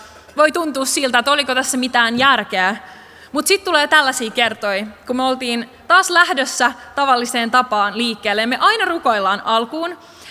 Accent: Tampere, Pirkanmaa, Finland; ja mä tuun Tampereelta.

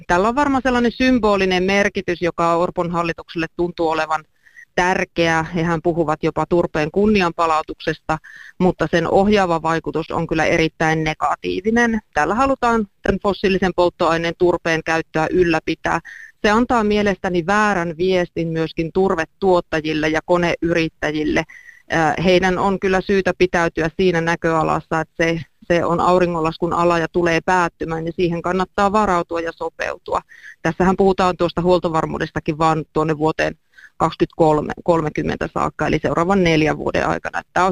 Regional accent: North Ostrobothnia, Finland; Siellä meillä Pohjois-Pohjanmaalla

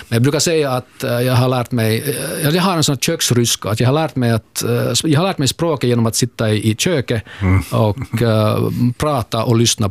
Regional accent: Ostrobothnia, Finland; Det här är nog viktigt att betona att jag är hemma i Österbotten.

